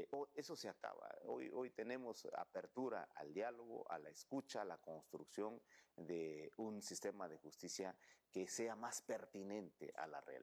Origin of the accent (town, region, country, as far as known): Mexico